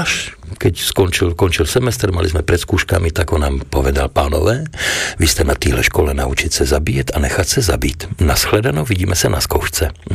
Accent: Hradec Králové, Hradec Králové Region, Czechia; now in Slovakia; ja som vyrastal v Hradci Králové, tam na letisku vlastne ma ocino brával a keď sa rozdelili republiky, tak ocina poprosili, aby prišiel sem

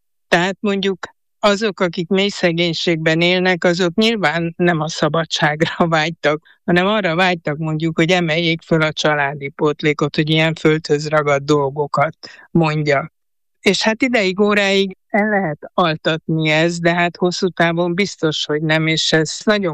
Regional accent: Hungary; Én, és szerintem nagyon sokan a Kádár rendszerben abban nőttünk föl

